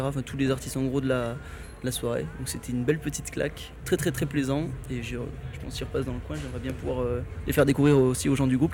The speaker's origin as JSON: {"language": "French", "town": "Montcuq", "region": "Occitanie", "country": "France", "said": "Et voilà, de base je suis de Montcuq."}